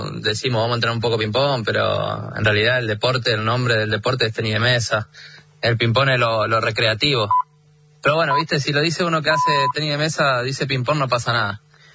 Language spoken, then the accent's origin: Spanish; La Plata, Buenos Aires Province, Argentina; Yo soy de La Plata.